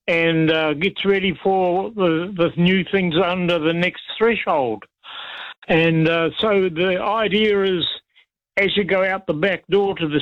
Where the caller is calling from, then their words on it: Palmerston North, Manawatū-Whanganui, New Zealand; from Palmerston North.